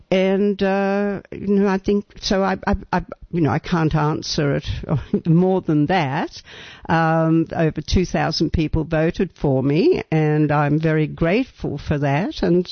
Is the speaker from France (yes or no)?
no; Sydney, New South Wales, Australia; moved away as an adult; now in Santa Cruz, United States; southeast Australia, you know, around Sydney.